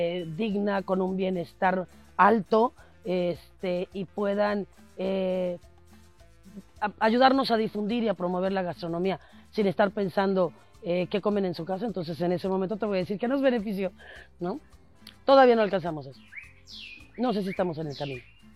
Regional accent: Mexico; Nosotros los mexicanos somos los portadores de ese patrimonio

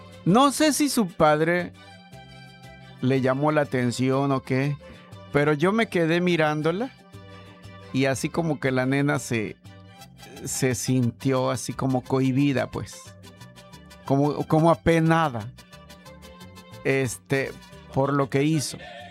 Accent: Mexico; Y aquí y allá seguimos siendo muy mexicanos

